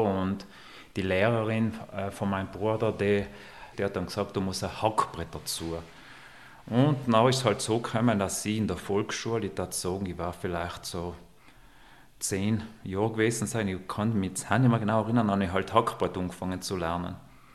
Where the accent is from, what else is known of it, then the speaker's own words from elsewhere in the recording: Bolzano, Trentino-Alto Adige, Italy; Aufgewachsen bin ich in Bozen. Ich war ganz lang im Zentrum von Bozen, in der Wangergasse und später dann im Eisenkellerweg in Griers.